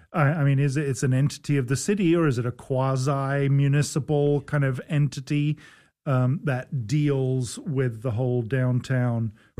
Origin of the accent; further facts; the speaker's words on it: England, United Kingdom; moved away; I'm an English guy